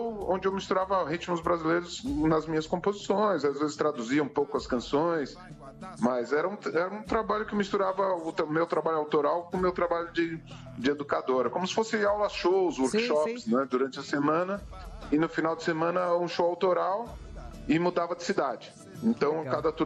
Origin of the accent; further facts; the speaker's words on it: São Paulo, Brazil; Eu sou paulistano da Gema, né? Assim, sim. Paulistano no melhor sentido da palavra, né? Filho de imigrantes italiano e baiano.